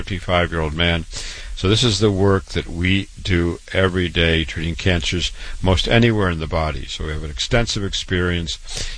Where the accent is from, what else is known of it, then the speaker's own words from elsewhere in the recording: Waterloo, Iowa, United States; born and raised in Waterloo, Iowa, went to university, medical school in Iowa, MD at 25